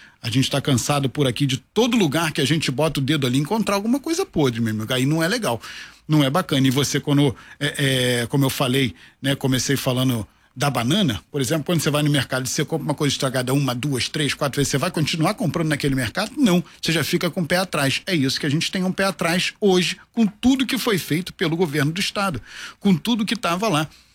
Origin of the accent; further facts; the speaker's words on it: Rio de Janeiro, Brazil; como morador do Rio de Janeiro, como carioca, como apaixonado por essa cidade.